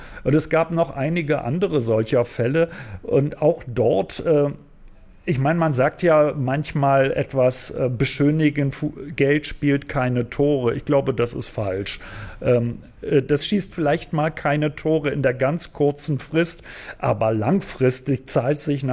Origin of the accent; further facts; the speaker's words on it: Berlin, Germany; Also ich bin selber aus Berlin